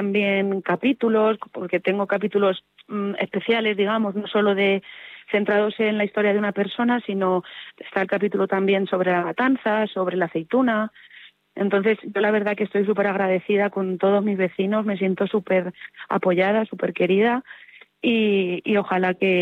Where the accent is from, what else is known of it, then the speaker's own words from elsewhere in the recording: Santa Cruz, Castilla-La Mancha, Spain; La gente de mi pueblo, sobre todo, es gente trabajadora, muy trabajadora, la mayoría agricultores, y siempre nos hemos caracterizado por ser gente muy acogedora.